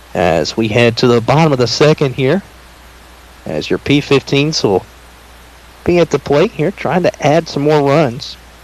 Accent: Cheraw, South Carolina, United States; Beat my hometown, Chirawl Braves.

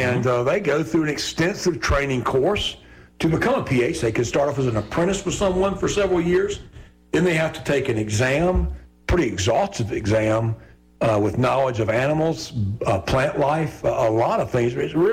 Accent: South Carolina, United States; I am glad to be back in my home state of South Carolina.

